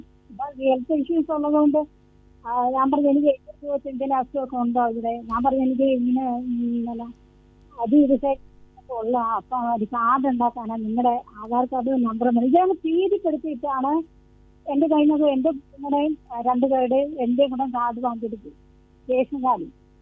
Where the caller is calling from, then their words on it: Thirumala, Kerala, India; ഞാൻ തിരുമലയിൽ നിന്നാണ് വിളിക്കുന്നത്.